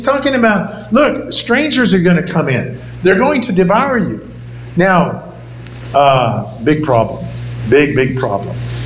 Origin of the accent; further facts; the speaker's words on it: Michigan, United States; You know, I grew up in Michigan.